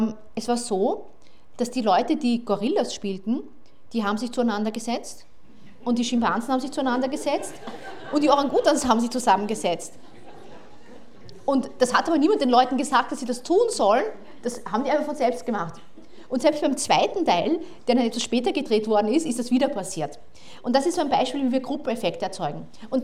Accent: Graz, Styria, Austria; Ich komme aus Graz ursprünglich, wenn ich im Zug sitze und durch Zufall sitzt eine andere Frau aus Graz neben mir, dann sind wir die Grazerinnen

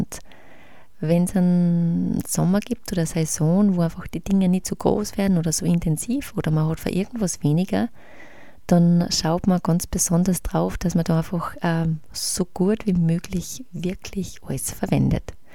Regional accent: Austria; Ich habe dann sonst, wie ich es gewohnt bin, aus Österreich einfach im Frühling gesetzt

